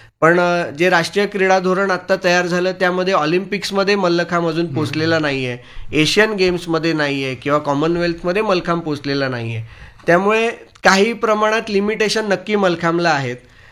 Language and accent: Marathi; Mumbai, Maharashtra, India; born or raised there